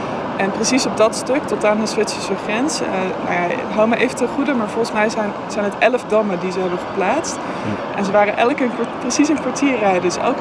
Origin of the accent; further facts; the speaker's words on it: Netherlands; Ik als Nederlander